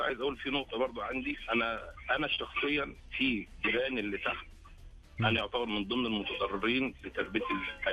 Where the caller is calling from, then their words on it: Egypt; عندنا في مصر